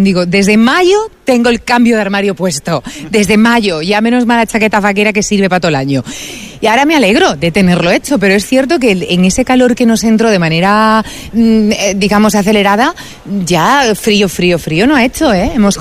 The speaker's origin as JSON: {"language": "Spanish", "town": "Huelva", "region": "Andalusia", "country": "Spain", "said": "en Huelva, en la capital, que es de donde yo vengo"}